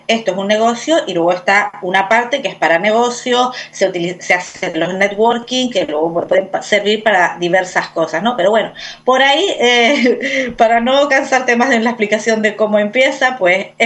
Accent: Canary Islands, Spain; la mayoría somos de aquí, de Gran Canaria

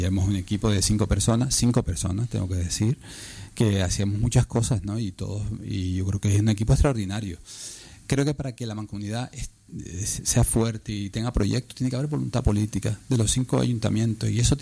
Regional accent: Vega de San Mateo, Canary Islands, Spain; yo soy veguero de nacimiento, y a los 20, y con no sé cuántos años volví a San Mateo después de haber vivido ahí donde hoy es la notaría, en el cuartel

